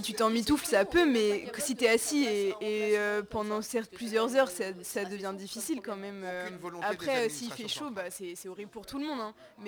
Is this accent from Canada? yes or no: no; Montreuil, Île-de-France, France; moi je suis de Montreuil, j'ai fait toute ma scolarité dans le public à Montreuil.